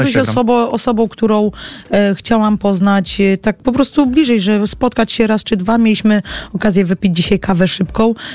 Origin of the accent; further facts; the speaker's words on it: Olsztyn, Warmian-Masurian Voivodeship, Poland; Ja jestem z Olsztyna i był Stomil Olsztyn.